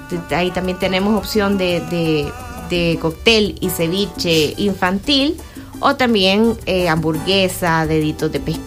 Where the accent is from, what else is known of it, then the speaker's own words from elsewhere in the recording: El Salvador; como buen salvadoreño sabemos que siempre andamos buscando un plato de docena de conchas